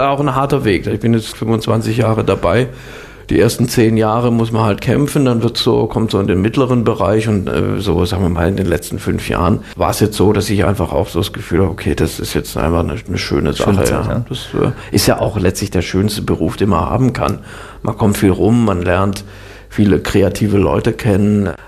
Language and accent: German; Swabia, Germany; also born or lived in Northern Germany; und dann wurde ich zwar in Norddeutschland geboren, aber bin dann auch sehr schnell nach Schwaben umgezogen. Im Grunde bin ich Schwabe, also auch bis heute, man hört es jetzt nicht mehr so im Dialekt